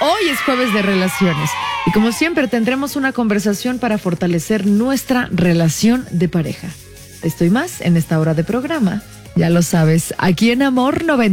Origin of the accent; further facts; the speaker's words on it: Mexico; vamos a echarle porras a otro mexicano siendo mexicanos.